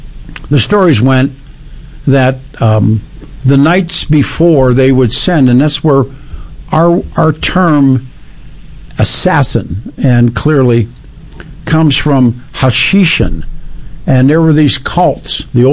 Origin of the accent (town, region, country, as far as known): United States